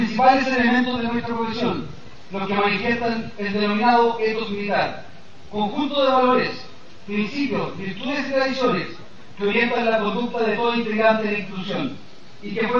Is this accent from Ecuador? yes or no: no; Chile